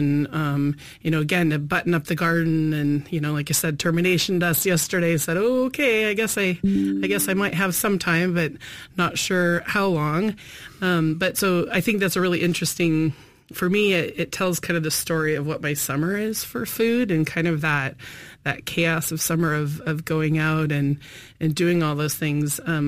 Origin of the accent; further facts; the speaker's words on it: Idaho, United States; now in Alaska, United States; the way that I grew up in Idaho